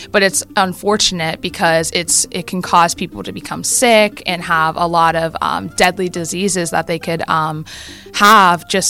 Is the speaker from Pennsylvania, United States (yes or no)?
yes; Bridgeville, Pennsylvania, United States; I'm from the Bridgeville community.